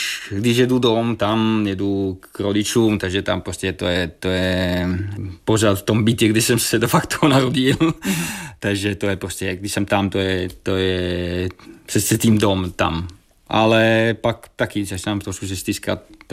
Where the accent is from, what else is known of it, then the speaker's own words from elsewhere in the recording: Bergamo, Lombardy, Italy; Czech is a second language; moved away as an adult; now in Czech Republic; Já jsem mrdý, že jsem z Bergama, pořád jsem mrdý, že jsem Ital, i když tady chci bydlet a možná získat občanství, ale si myslím, že pořád já budu Ital